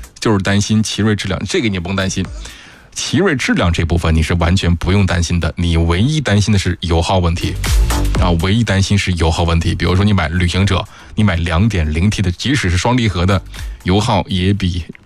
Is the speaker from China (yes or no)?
yes; Hailar, Inner Mongolia, China; 其实我也是内蒙古的，我是内蒙古的呼伦贝尔海拉尔市的人。